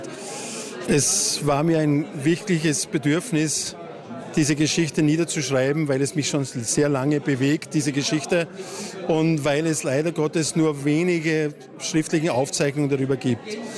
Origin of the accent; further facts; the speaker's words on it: Halbturn, Burgenland, Austria; Vor 28 Jahren habe ich im Gemeindearchiv von Halbdurn, das ist mein Heimatort